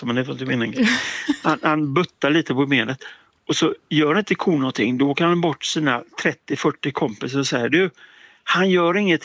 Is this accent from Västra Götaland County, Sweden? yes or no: yes; Orust, Västra Götaland County, Sweden; jag är uppvuxen på Orust på sommarställe, vet du.